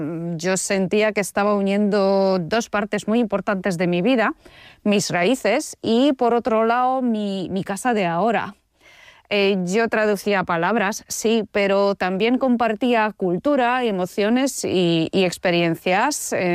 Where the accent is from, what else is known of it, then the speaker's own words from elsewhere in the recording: Poland; Spanish is a second language; moved away as an adult; now in Asturias, Spain; soy polaca y llevo muchos años viviendo en España. Bueno, justo este año cumplo la mitad de mi vida en Polonia y la otra mitad aquí en España. Ahora vivo en Asturias